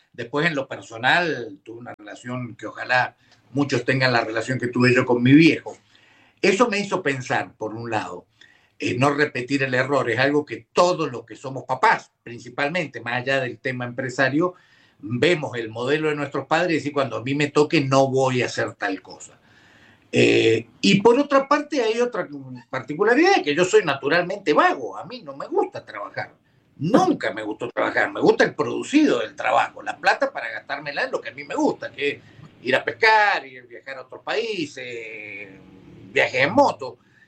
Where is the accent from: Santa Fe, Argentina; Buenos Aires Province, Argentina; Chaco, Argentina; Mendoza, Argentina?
Mendoza, Argentina; No somos genios los mendocinos. Yo me enorgullezco mucho de ser mendocino, soy mendocinista, si se quiere, pero una es que vivimos en un desierto. Esto es un desierto, no es árido, no es un clima seco, es un desierto. Acá llueve 160 milímetros